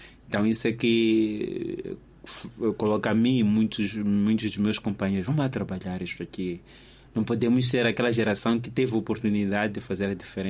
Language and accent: Portuguese; Mozambique; Sou moçambicano e gostava muito que Moçambique saísse do anonimato quando se falasse de música erudita, né?